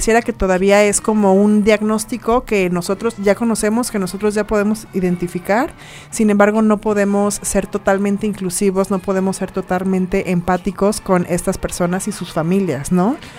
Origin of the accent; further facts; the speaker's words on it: Mexico; de sentirnos orgullosos de lo que hemos podido lograr juntos como mexicanos.